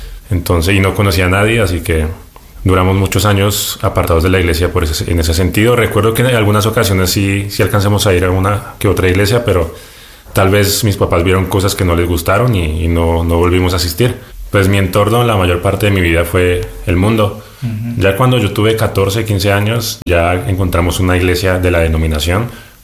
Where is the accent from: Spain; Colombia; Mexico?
Colombia; soy de Colombia y actualmente tengo 23 años de edad. Nací en una familia cristiana